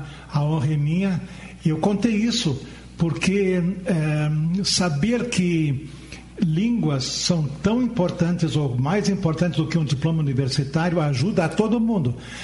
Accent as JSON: {"language": "Portuguese", "region": "Rio Grande do Sul", "country": "Brazil", "also_born_or_lived": "Carazinho", "first_language": "Portuguese", "said": "tive que aprender inglês porque estava no currículo. E como todo gaúcho, eu sou metido a falar espanhol"}